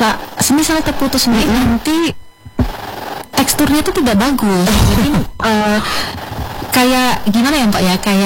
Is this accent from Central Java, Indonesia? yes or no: yes; Central Java, Indonesia; now in Manokwari, Indonesia; Saya malah dari Jawa Tengah.